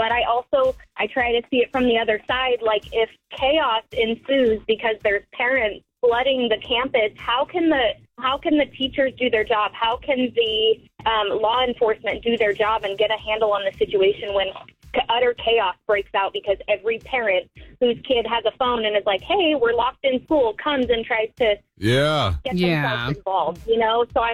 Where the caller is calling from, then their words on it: California, United States; I'm actually calling from Calaveras County.